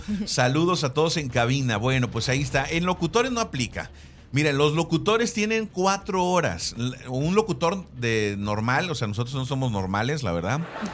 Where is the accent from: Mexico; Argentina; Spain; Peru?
Mexico; Nosotros como mexicanos somos especiales.